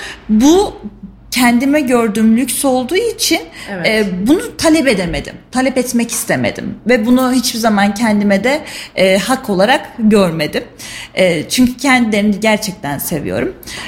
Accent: Kayseri, Turkey; born there; 1 Aralık 99 doğumluyum. Kayseri'de doğdum. Avşarım elhamdülillah.

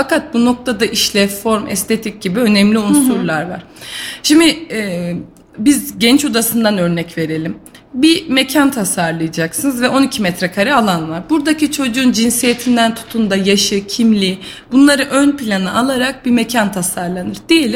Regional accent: Kayseri, Turkey; also born or lived in Trabzon; doğma büyüme Kayseriliyim aslında.

